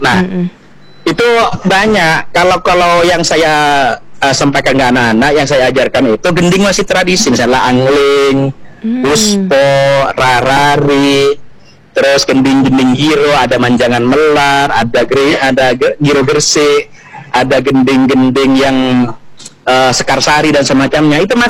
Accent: Madura, East Java, Indonesia; Nah, di kita di Madura

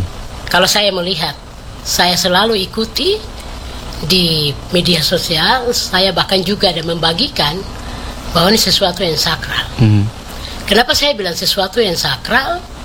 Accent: Southwest Papua, Indonesia; saya orang Sorong Selatan

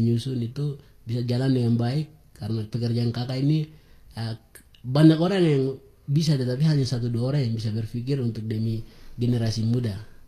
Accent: Baliem Valley, Highland Papua, Indonesia; first language Nayak (Dani / Lembah language); Indonesian is a second language; saya anak Lembah asli. Dari Jaya-Jaya sini.

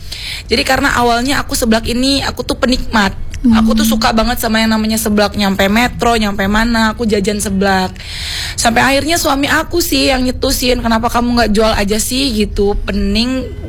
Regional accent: Kota Agung, Lampung, Indonesia; moved away; Kebetulan aku nih orang Kota Agung. Tahu kan Tanggamus, orang pesisir, Lampung pesisir.

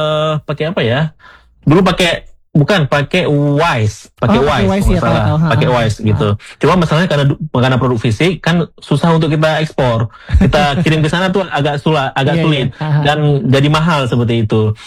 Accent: Aceh, Indonesia; Kita orang Aceh malu, besar malunya.

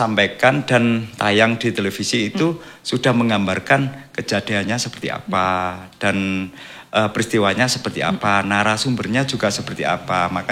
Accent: Lamongan, East Java, Indonesia; Saya asli Lamongan.

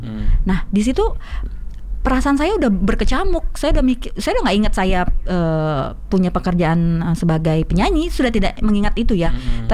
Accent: Medan, North Sumatra, Indonesia; kampung halaman saya di Kota Sumatera Utara di Medan. Saya langsung ingat keluarga besar saya di Aceh.

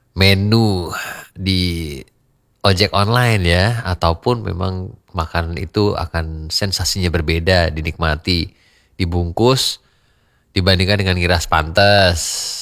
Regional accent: Surakarta, Central Java, Indonesia; sebagai warga Solo saya agak-agak gimana gitu kan, teman-teman diceng-cengin sama teman-teman dari Bandung, dari Jakarta ya.

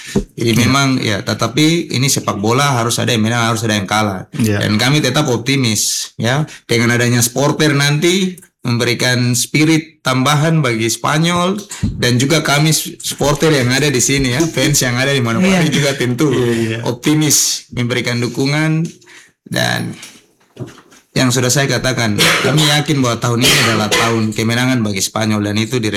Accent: Papua, Indonesia; kita orang Papua

